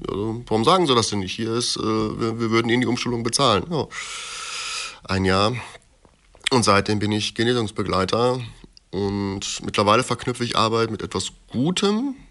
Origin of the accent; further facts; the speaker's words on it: Bochum, North Rhine-Westphalia, Germany; moved away as an adult; Bin dafür sogar in eine andere Stadt gezogen, knapp 300 Kilometer weit von meinem Heimatort Bochum entfernt.